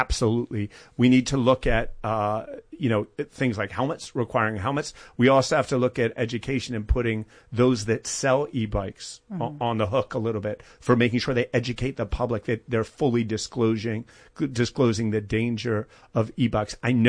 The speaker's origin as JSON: {"language": "English", "region": "Delaware", "country": "United States", "said": "I hope as a Delawarean"}